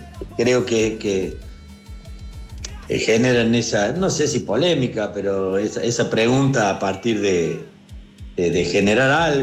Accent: Argentina; Y como argentino ni hablar, o sea, la única lástima que era de Rosario

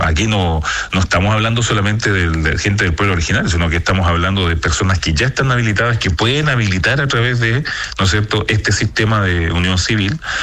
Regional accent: Rapa Nui, Valparaíso, Chile; era netamente para conseguir un cupo para habilitarse y poder residir en este territorio que es mi tierra de Rapa Nui.

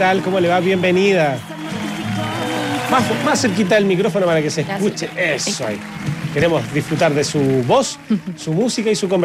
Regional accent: Retiro, Maule, Chile; Yo soy de por ahí cerquita, Retiro, está región del Maule también.

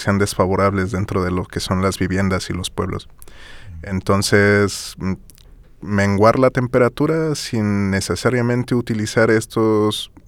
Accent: Veracruz, Mexico; now in Santiago, Chile; pero es más similar aquí a Chile que a Veracruz, el pueblo de donde yo vengo.

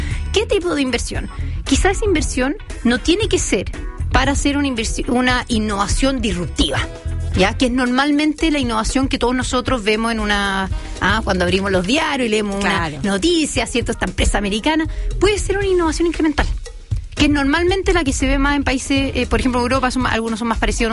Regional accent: Chile; lo que nosotros como Chile somos de Arica a Punta Arenas

